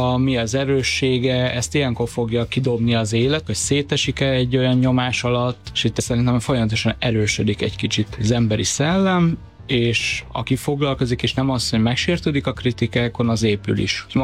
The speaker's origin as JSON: {"language": "Hungarian", "country": "Hungary", "lives_now": "Budapest, Hungary", "said": "Balatonról jöttem, én másfél éve élek itt Budapesten"}